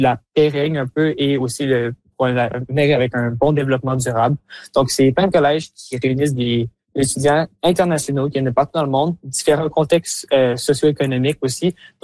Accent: Quebec City, Quebec, Canada

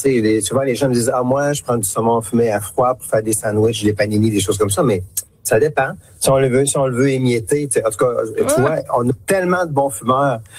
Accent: Quebec, Canada; Puis ils font tous les événements chez nous en Gaspésie.

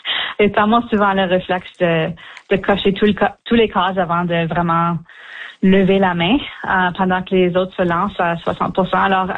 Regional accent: Winnipeg, Manitoba, Canada; Oui, je suis Manitobaine. Je suis née et élevée à Winnipeg.

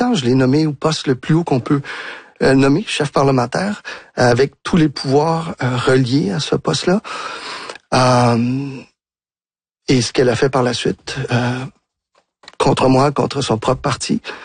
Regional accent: Quebec, Canada; Moi, je suis un Québécois, profondément Québécois et nationaliste, mais j'ai sillonné le Canada plus d'une fois

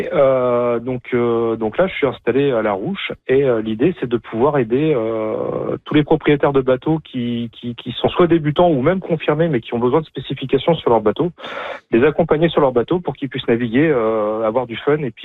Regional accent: France; now in Quebec, Canada; en tant que Français

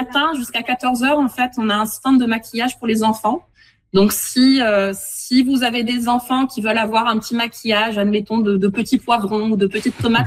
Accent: France; also born or lived in Morocco; Alors, moi, je suis française. Ma région de cœur, c'est la Bretagne, mais j'ai aussi grandi au Maroc.

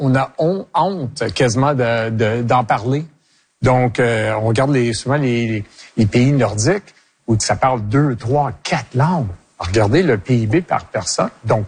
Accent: Quebec, Canada; Donc, je suis un Québécois. Je suis fier. Je veux garder mon Québec comme je le connais.

